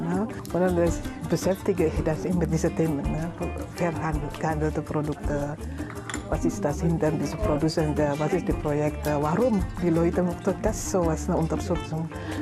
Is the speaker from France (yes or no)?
no; Dasilalai, Indonesia; now in Chemnitz, Germany; Ich bin in Dasilalai geboren. Ich komme ursprünglich aus Indonesien. Ich bin seit 2004 in Chemnitz